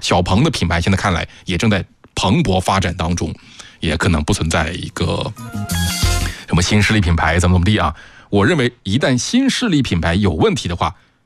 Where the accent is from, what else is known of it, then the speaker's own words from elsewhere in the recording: Hubei, China; 小吉是我们湖北人吗？